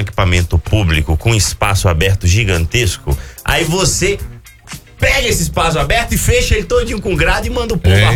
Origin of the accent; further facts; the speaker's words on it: Natal, Rio Grande do Norte, Brazil; moved away; o Machadão lá da minha terra.